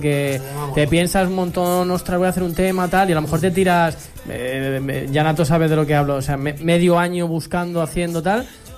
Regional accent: El Cerro de Andévalo, Andalusia, Spain; moved away; a ver a la familia y a mi gente del Cerro de Andévalo, de mi pueblo.

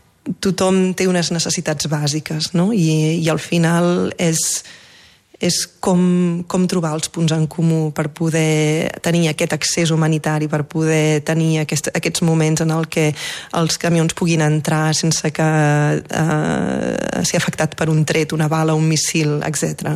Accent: Girona, Catalonia, Spain; born there; moved away; also born or lived in Barcelona; Vaig créixer a Barcelona i, sí. I vaig créixer a Girona.

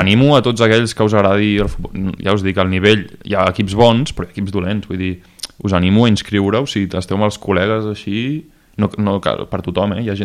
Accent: Caldes, Catalonia, Spain; som de Caldes nosaltres

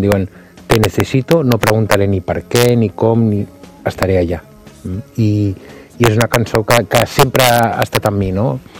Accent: Barcelona, Catalonia, Spain; vinc d'una família de classe mitja alta de la ciutat de Barcelona, molt clàssica i molt típica, no?

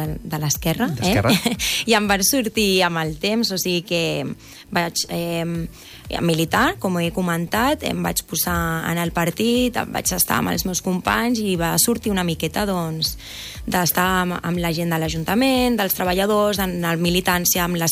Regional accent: Rubí, Catalonia, Spain; de la meva ciutat, d'on soc des de ben petitona.

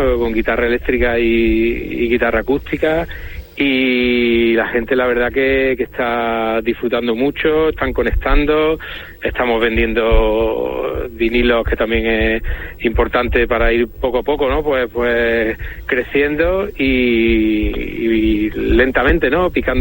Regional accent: Córdoba, Andalusia, Spain; nosotros somos de Córdoba

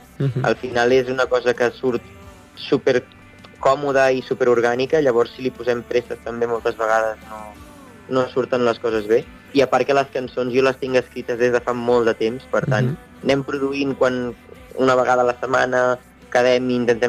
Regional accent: Sabadell, Catalonia, Spain; jo de molt petitó tocava aquí a Sabadell

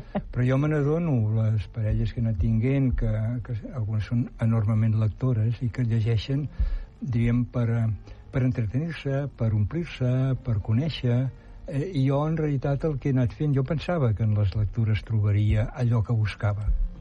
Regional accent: Argentona, Catalonia, Spain; born there; Vaig néixer a Argentona l'any 1944, fa molt de temps, per això ja sóc antic.

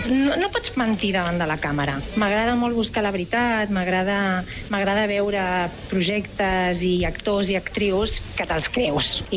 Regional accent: Catalonia, Spain; accent: Catalan; Jo suposo que és la influència aquesta del català en el meu accent.

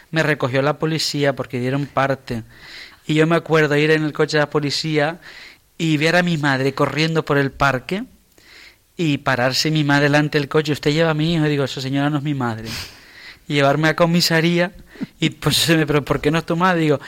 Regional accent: Lanzarote, Canary Islands, Spain; born there; also born or lived in La Graciosa; Nací en Lanzarote. Y estuve hasta el año 94 viviendo

